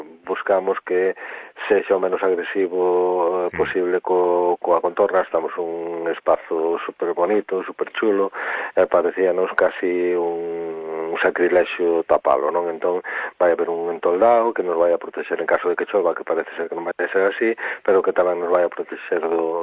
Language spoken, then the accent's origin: Galician; Galicia, Spain; En Bergantiños somos tamén pataqueiros e pataqueiras, non?